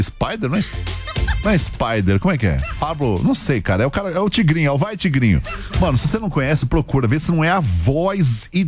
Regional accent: Guarulhos, São Paulo, Brazil; Quando era moleque lá em Guarulhos, eu ia nas feiras do rolo.

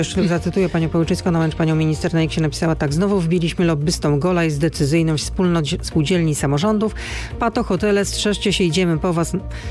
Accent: Łódź, Łódź Voivodeship, Poland; to moje rodzinne miasto

